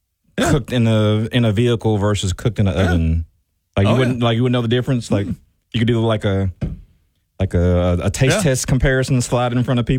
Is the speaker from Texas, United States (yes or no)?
yes; Texas, United States; summertime heat is just a part of being a Texan